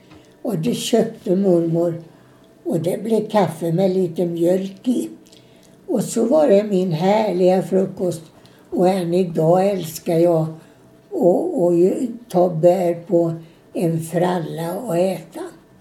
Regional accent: Falköping, Västra Götaland County, Sweden; also born or lived in Gothenburg / Alingsås; Så blev det, och jag fick ett hem hos dem som inte kunde få egna barn. Där växte jag upp.

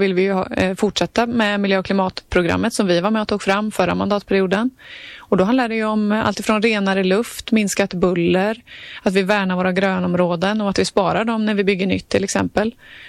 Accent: Bengtsfors, Västra Götaland County, Sweden; now in Gothenburg, Sweden; Nej, jag har en stuga i norra Dalsland som jag är ifrån då. Jag kommer ifrån Bengtsfors kommun, så att jag brukar hänga där en del i stugan och sen också lite i Göteborg.

